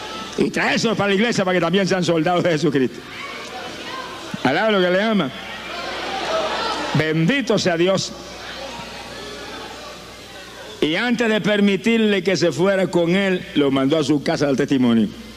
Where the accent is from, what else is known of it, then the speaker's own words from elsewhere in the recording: Camuy, Puerto Rico; Yo viví 35 años perdido en mi pueblo de Camuy, y nunca ningún evangélico me habló de Cristo.